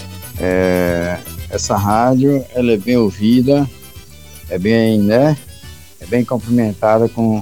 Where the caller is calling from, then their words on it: Boa Hora, Piauí, Brazil; Eu sou da Boa Hora